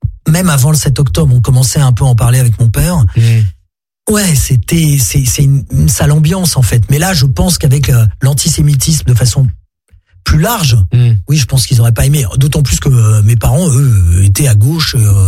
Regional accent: France; Je ne suis pas israélien, je suis français, je vote en France.

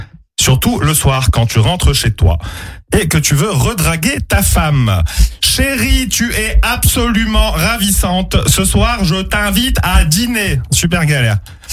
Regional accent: Casablanca, Casablanca-Settat, Morocco; born there; Tout d'abord, moi, je suis né à Casablanca, donc j'ai développé une addiction au soleil.

